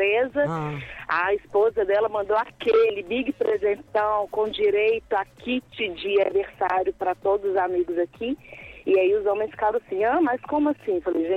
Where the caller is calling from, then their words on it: Contagem, Minas Gerais, Brazil; eu sou de Contagem. No momento eu tô em Betim, que eu trabalho um pouquinho longe de casa, mas eu sou de Contagem.